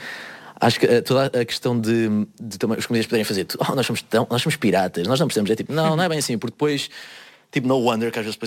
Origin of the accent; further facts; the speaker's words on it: Rio de Janeiro, Brazil; Eu sou …. E eu nasci no Rio de Janeiro.